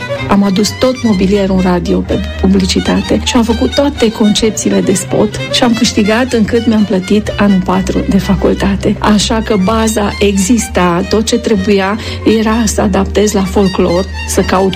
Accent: Turda, Cluj County, Romania; să știe toată lumea că eu vin de la Turda.

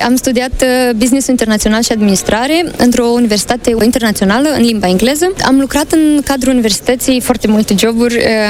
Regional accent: Moldova; noi ca moldoveni

